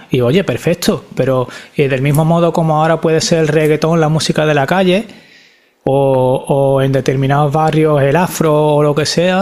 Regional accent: Seville, Andalusia, Spain; Yo me he criado entre Los Pajaritos y Torreblanca, ¿no? Porque mi familia también pues, vivía en Torreblanca y yo veraneaba, mi verano era pasar el verano con mis primos en Torreblanca

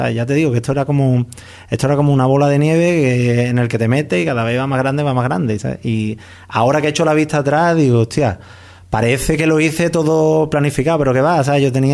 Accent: Alcalá de Henares, Community of Madrid, Spain; allí en Alcalá está el barrio de Pablo VI y la barriada La Paz, que es de donde yo soy.

